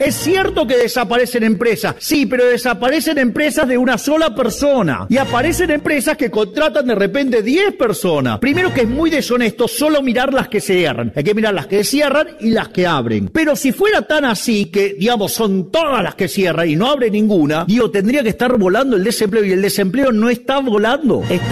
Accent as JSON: {"language": "Spanish", "country": "Argentina", "said": "Si como argentinos admiramos tanto a Borges"}